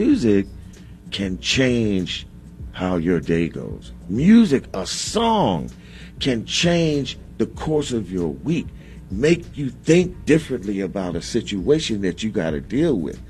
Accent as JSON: {"language": "English", "town": "Gary", "region": "Indiana", "country": "United States", "tie": "born or raised there", "said": "when I was real young, man, growing up in Gary, Indiana"}